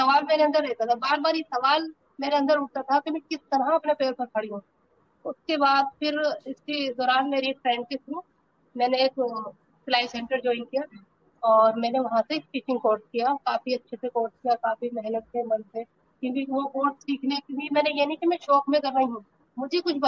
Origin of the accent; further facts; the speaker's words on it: Rampur, Uttar Pradesh, India; और मैं रामपुर शहर के छोटे से मोहल्ले कलकत्त के रहने वाली हूँ।